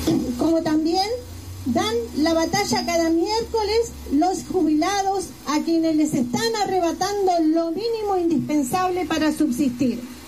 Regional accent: Esquel, Chubut, Argentina; Mi pueblo de Esquel dice presente en esta gran ciudad. Esquel es un pueblo que sabe de lucha y de resistencia. Y también somos un pueblo originario que sabemos de luchas y resistencias.

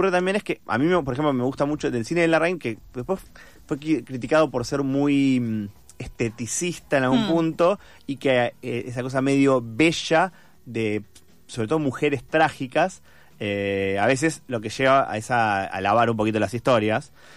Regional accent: Argentina

